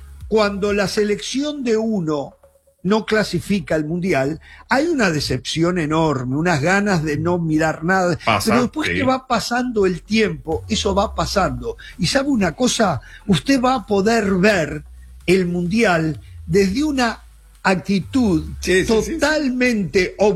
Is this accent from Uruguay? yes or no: yes; Uruguay